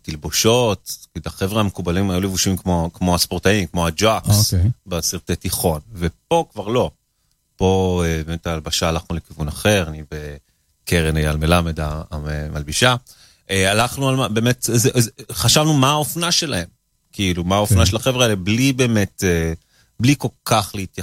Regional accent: Rehovot, Central District, Israel; also born or lived in Kiryat Ekron; אנחנו מרחובות, אני מקריאת עקרונים לדייק, אבל נמוראי ברחובות, נס ציונה, עיר השכנה

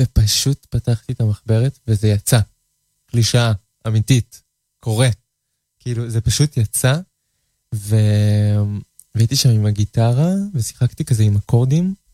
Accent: Kfar Azar, Tel Aviv District, Israel; גדלתי בכפר עזר.

